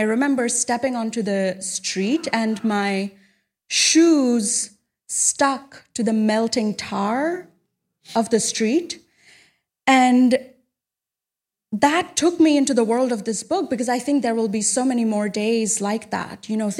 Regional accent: Kolkata, West Bengal, India; My hometown, Kolkata, is one of the cities in the world which is most profoundly affected by climate change.

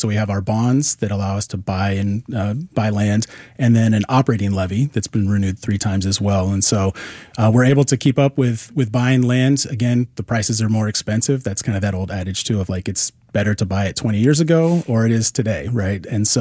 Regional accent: Willamette Valley, Oregon, United States; I grew up in the Willamette Valley

